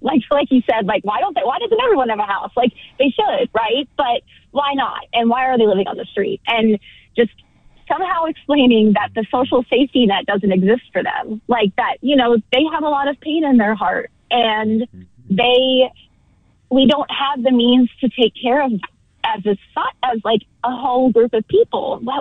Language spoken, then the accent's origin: English; Kentucky, United States; born there; also born or lived in Texas; I was born in Kentucky, lived in Texas for 10-plus years, and I have experienced a huge range of social and economic mobility and movement throughout my life.